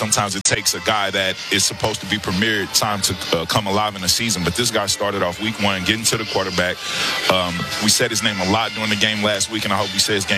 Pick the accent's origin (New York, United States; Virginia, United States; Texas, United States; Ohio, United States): Texas, United States; No doubt. I mean, as you know, we play big-time ball in Texas.